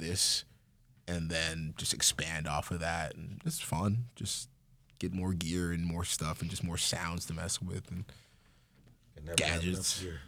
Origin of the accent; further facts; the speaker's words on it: South Carolina, United States; now in Atlanta, United States; I'm coming from South Carolina, and I've been living in Atlanta. This is like my 10 years me living here